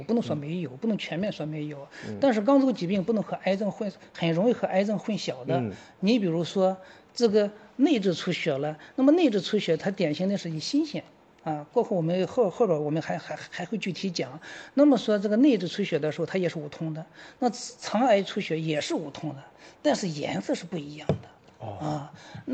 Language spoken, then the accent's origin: Chinese; China